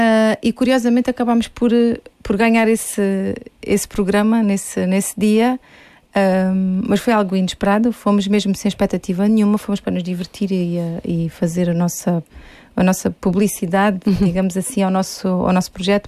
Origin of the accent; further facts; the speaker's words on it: Almodóvar, Alentejo, Portugal; Eu sou de Almodóvar.